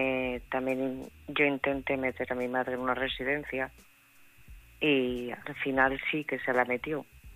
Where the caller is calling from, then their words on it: Valladolid, Castile and León, Spain; de Valladolid.